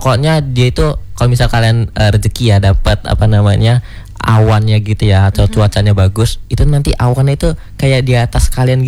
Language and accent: Indonesian; Natar, Lampung, Indonesia; Aku kan dari Lampung juga, Lampung Selatan. Di Natar.